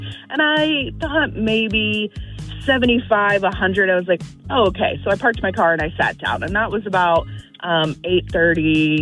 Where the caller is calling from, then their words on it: Champaign, Illinois, United States; I am currently in Champaign, headed to work.